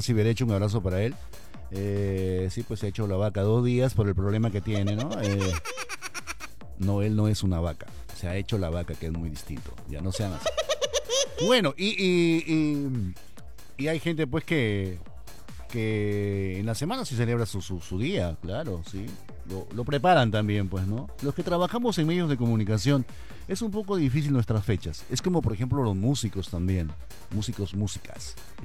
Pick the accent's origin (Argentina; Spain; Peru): Peru; Y nosotros, como peruanos, tenemos simplemente que tirar de un solo lado.